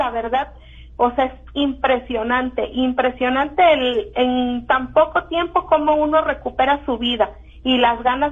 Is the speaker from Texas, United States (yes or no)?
yes; Fort Worth, Texas, United States